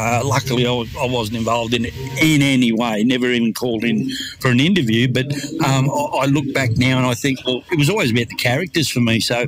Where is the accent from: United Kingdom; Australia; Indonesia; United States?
Australia; I'm a Aussie bush poet.